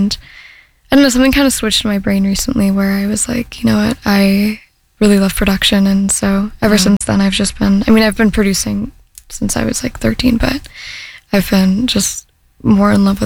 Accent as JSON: {"language": "English", "region": "Florida", "country": "United States", "said": "I discovered the punk scene in my local area. I'm from North Florida."}